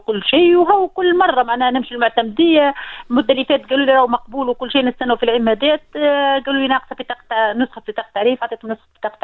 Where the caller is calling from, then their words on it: Kalaat Senan, Kef Governorate, Tunisia; من قلعة أسناء.